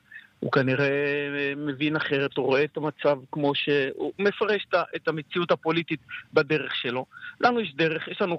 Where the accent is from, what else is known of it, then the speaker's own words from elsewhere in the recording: Beit She'an, Northern District, Israel; בית שאן זה הבית, זה תבנית נוף מולדתי, שם ביתי, כאן נולדתי, הייתי פה ראש עירייה, חבר מועצת עיר 23 שנים ו5 שנים ראש עיר